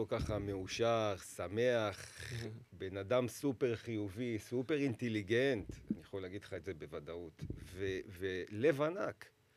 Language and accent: Hebrew; Jerusalem, Jerusalem District, Israel